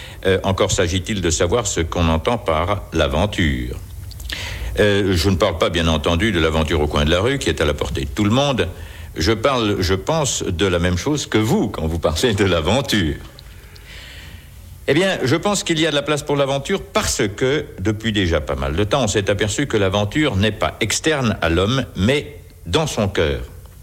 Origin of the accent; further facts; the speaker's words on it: Lons-le-Saunier, Bourgogne-Franche-Comté, France; Quand j'avais 15 ans, j'avais une mansarde dans la maison de mon père, à Lons-le-Saunier dans le Jura. Je suis jurassien, je suis franc-comtois.